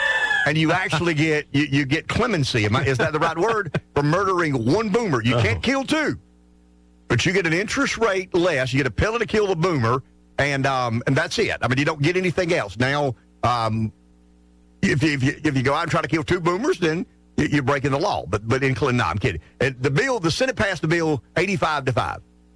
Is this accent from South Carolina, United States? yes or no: yes; Pamplico, South Carolina, United States; but I'm calling it the housing bill because I'm from Pamplico and that's how we roll.